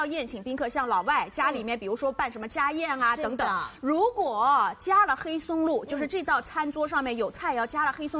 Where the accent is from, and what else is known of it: Shanghai, China